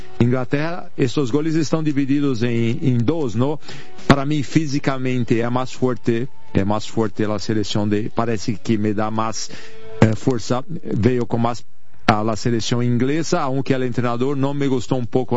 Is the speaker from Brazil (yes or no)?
yes; Brazil; Yo soy brasileño acostumbrado con el calor